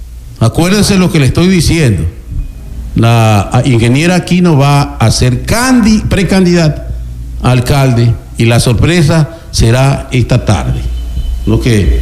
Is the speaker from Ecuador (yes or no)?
yes; Santa Elena, Ecuador; yo vine recorriendo de la provincia de Los Ríos hasta venir aquí a mi tierra linda y hermosa